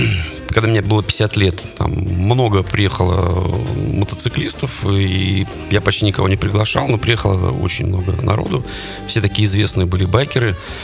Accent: Russia; born there; все мы родились в России, в Советском Союзе, и традиции у нас у все одни, и все учились в одних же этих же школах.

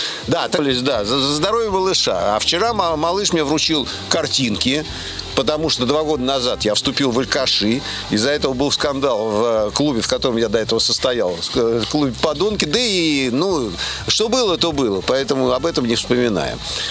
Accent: Moscow Oblast, Russia; А откуда? Откуда? Из Подмосковья

